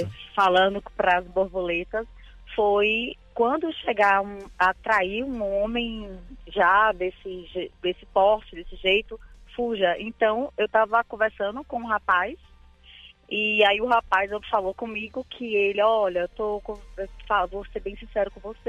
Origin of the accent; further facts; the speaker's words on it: Bahia, Brazil; que eu sou baiana, sou da Bahia.